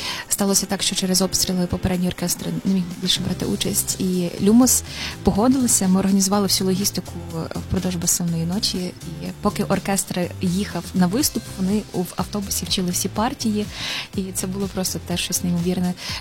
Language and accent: Ukrainian; Dolyna, Ivano-Frankivsk Oblast, Ukraine; Але я сама з Долини.